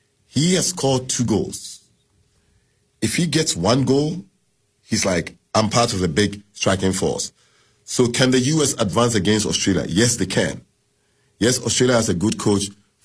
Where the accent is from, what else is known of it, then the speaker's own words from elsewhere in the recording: New York City, New York, United States; born there; I chose the USA because I was born in New York City.